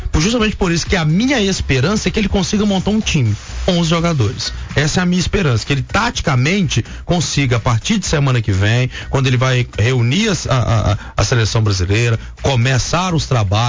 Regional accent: Brazil; porque somos brasileiros

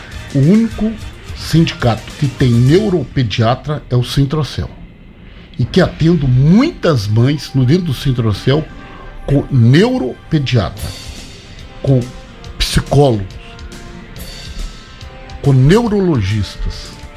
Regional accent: Brazil; eu sou otimista, que eu sou brasileiro

